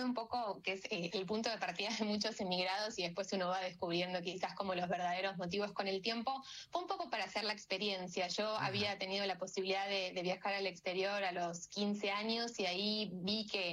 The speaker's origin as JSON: {"language": "Spanish", "country": "Argentina", "moved": "yes", "lives_now": "Madrid, Spain", "said": "Soy argentina, efectivamente, pero vivo en Madrid hace 8 años casi."}